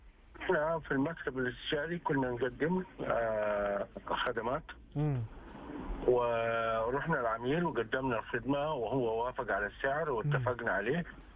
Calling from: Jeddah, Makkah Province, Saudi Arabia

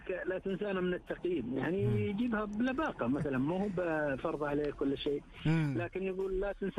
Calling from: Riyadh, Riyadh Province, Saudi Arabia; من الرياض.

